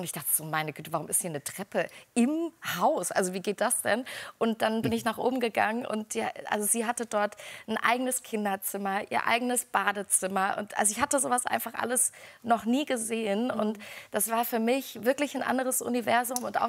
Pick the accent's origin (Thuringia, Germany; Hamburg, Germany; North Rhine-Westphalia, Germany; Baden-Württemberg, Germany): Thuringia, Germany; Erfurt; born or raised there